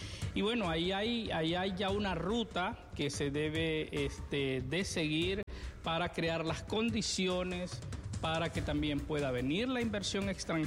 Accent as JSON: {"language": "Spanish", "country": "Honduras", "said": "como hondureños tenemos que alegrarnos"}